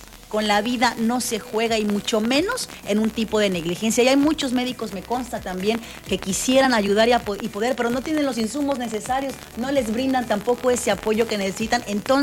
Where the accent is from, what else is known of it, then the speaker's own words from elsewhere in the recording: Costa Rica; Soy orgullosamente costarricense y tengo mucha familia petrolera.